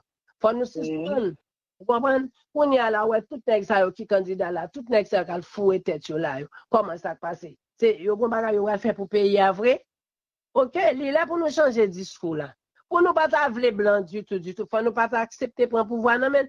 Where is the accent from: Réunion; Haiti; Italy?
Haiti; Et m'pas quoi que c'est seul président Aristide, en tant que Haïtien seulement, que nous gagnons.